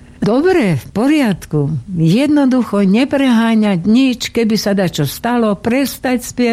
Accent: Zemplín, Slovakia; Ja som zo Zemplína

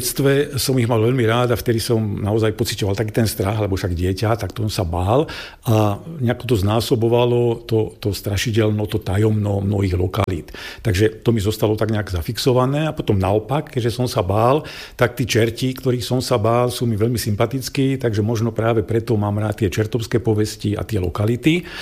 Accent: Brezno, Banská Bystrica Region, Slovakia; also born or lived in Zvolen; now in Sliač, Slovakia; som Hugáň, čiže narodil som sa v Brezne a v podstate celý ten svoj život som sa veľmi nepohol medzi Breznom a Zvolenom, pretože v Brezne som sa narodil, vo Zvolení som študoval, potom som vo Zvolení býval a pracoval, momentálne žijem v Sliači a pracujem v Banskej Bystrici

